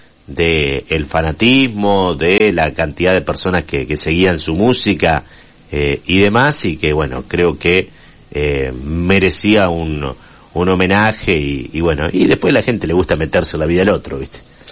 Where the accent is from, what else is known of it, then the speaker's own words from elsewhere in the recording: Argentina; somos todos argentinos con variados gustos